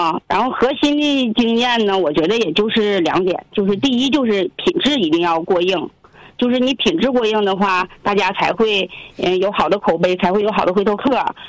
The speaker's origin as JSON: {"language": "Chinese", "town": "Gongzhuling", "region": "Jilin", "country": "China", "tie": "born or raised there", "said": "我是就是算是土生土长的这个公主岭那个本地人，因为我从小就生活在这儿，然后上学呀干啥呀也都是在这个公主岭这一片土地上。"}